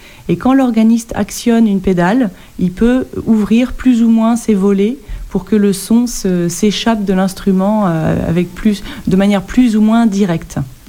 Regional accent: Normandy, France; Je suis originaire de Normandie.

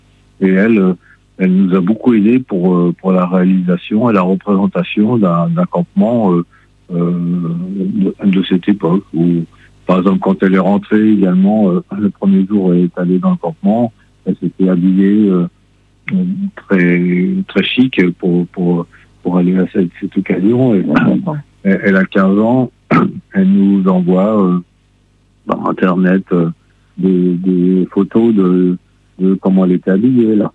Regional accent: France; en tant que Français

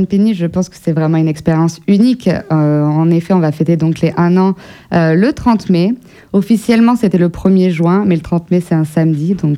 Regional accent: Périgueux, Nouvelle-Aquitaine, France; born or raised there

